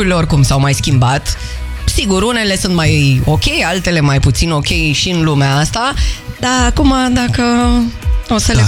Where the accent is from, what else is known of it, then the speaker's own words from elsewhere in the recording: Brașov, Brașov County, Romania; now in Bucharest, Romania; Mai la Brașov, de unde sunt eu, nu aveam așa ceva, nu aveam mall.